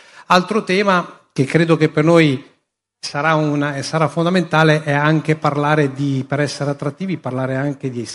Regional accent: Maranello, Emilia-Romagna, Italy; Io sono di Modena, Maranello

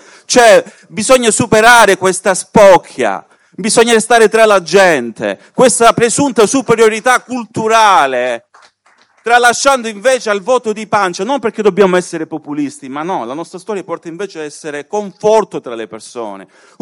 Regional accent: Calabria, Italy; io vengo dalla Calabria, per arrivare qui sono arrivato stamattina alle 5.

